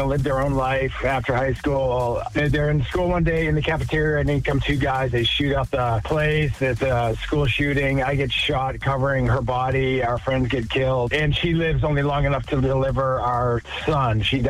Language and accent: English; Plymouth, Massachusetts, United States; born or raised there